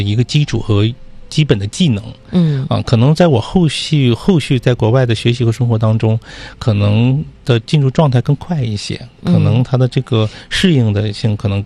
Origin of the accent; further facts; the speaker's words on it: Russia; Chinese is a second language; 完了之后我们俄罗斯人说呢，我们可能听的时候也有比较这个不理解